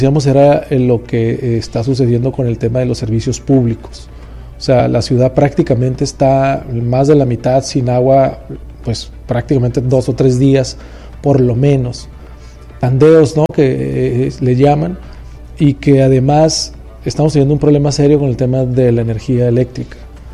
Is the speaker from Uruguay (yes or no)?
no; Baja California, Mexico; Somos un estado tan lejano, ¿no? Al centro de la toma de decisiones